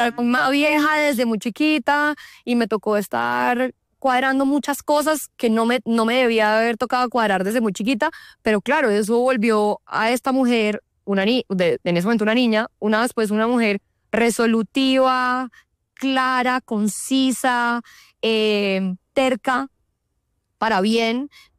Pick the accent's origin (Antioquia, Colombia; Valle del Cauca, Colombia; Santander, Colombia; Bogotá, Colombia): Bogotá, Colombia; born there; yo pues soy andina, nací en Bogotá